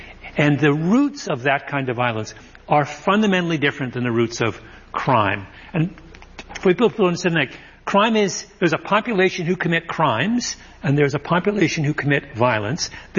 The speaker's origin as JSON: {"language": "English", "country": "Canada", "tie": "born or raised there", "said": "I'm Canadian, as you know, and if you grow up in Canada observing the United States, and I was obsessed as a child with the United States"}